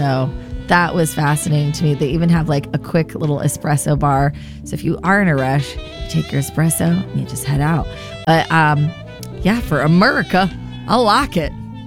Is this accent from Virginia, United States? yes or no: no; Santa Barbara, California, United States; growing up in Santa Barbara